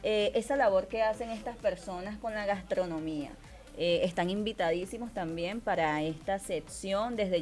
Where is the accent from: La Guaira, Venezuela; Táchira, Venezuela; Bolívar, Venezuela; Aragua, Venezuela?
Aragua, Venezuela; soy de Aragua y no he ido.